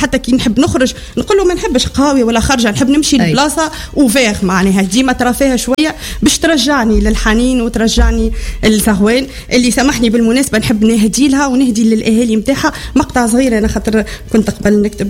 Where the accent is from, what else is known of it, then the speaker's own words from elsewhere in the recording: Zaghouan, Zaghouan Governorate, Tunisia; moved away as an adult; now in Sfax, Tunisia; تعيش في صفاقس بنت زغوان اب عن جد افتخر اللي انا نقول مسقط قلبي زغوان مش مسقط راسي